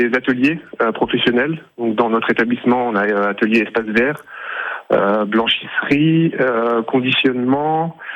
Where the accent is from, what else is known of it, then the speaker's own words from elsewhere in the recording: Yvetot, Normandy, France; moved away; moi je suis originaire de Normandie puisque je suis né à Ifto. Ma famille habite toujours à Ifto, soit ma mère, ma sœur. Et donc moi j'y retourne régulièrement.